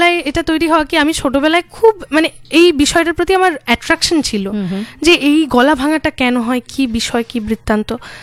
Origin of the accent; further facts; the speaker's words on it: West Bengal, India; moved away; আমার বাড়ি তো একদম উত্তরবঙ্গে প্রপার, এবং আমরা ছোটবেলা থেকে এইগুলো গান শুনে বড়